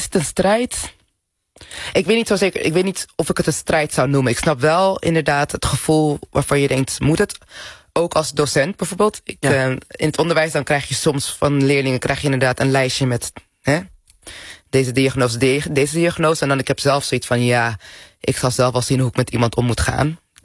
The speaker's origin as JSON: {"language": "Dutch", "country": "Netherlands", "tie": "born there", "said": "Nogmaals, ik ben hier geboren... Mijn moeder en mijn vader zijn onder de Nederlandse vlag geboren."}